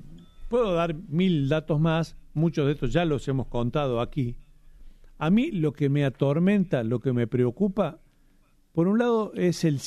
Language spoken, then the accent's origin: Spanish; Argentina